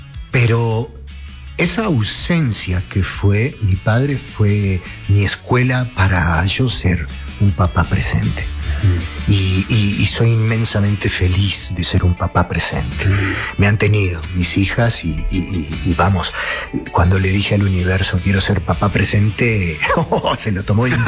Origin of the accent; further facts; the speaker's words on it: Mexico; also born or lived in Uruguay; mis hermanas y yo somos uruguayos, pero nacimos en Uruguay. Yo soy más mexicano que el mole